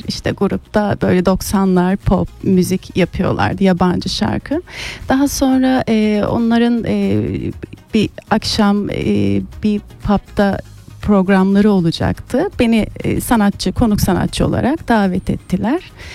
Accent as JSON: {"language": "Turkish", "town": "Kuşadası", "region": "Aydın", "country": "Turkey", "tie": "born or raised there", "moved": "yes", "said": "Aslen oralı değilim ama oralıyım diyebilirim açıkçası. Çünkü bütün çocukluk yıllarım orada geçti."}